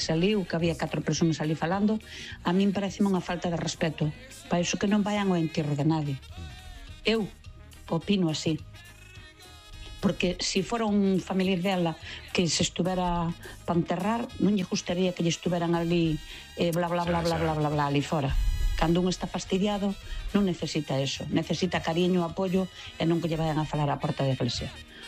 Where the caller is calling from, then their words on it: Oleiros, Galicia, Spain; de Oleiros.